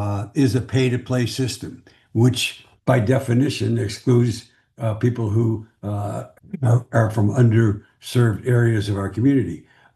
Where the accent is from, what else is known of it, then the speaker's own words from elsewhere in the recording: Detroit, Michigan, United States; No, I grew up in the Midwest in the, excuse me, in the 50s and early 60s.